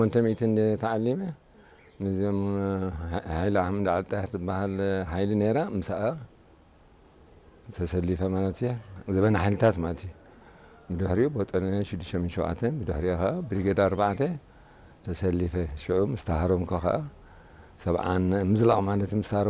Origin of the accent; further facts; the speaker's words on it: Dekemhare, Southern Region, Eritrea; born there; ኣነ ተወለት ኩሉ 1952 ኣብ ደቂ ምሃረ ተወሊደ